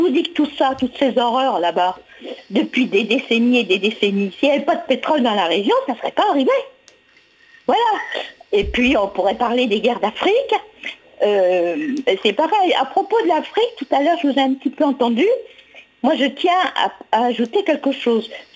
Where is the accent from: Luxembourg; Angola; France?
France; born there; Et je suis blanche, je suis née en France, de père bien français soi-disant.